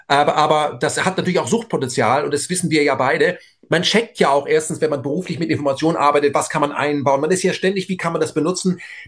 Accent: Germany; Und ich kann es als Deutscher nicht so richtig einschätzen, weil die Schweiz ist für uns Deutsche komplex.

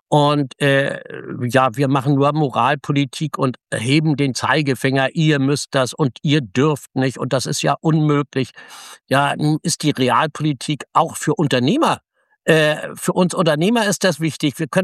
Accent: Germany; du wirst als Deutscher so positiv behandelt

